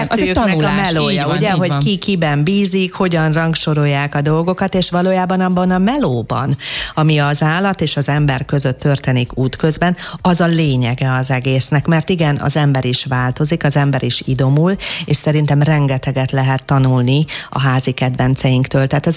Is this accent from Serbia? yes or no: no; Transylvania, Romania; annak idén gyerekkoromban Erdélyben rengeteg mérges viperával, kígyóval találkoztam, élni kellett, stb.